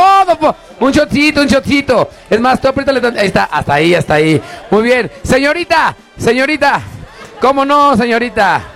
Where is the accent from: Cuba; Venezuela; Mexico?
Mexico; somos mexicanos y la picardía forma parte de México.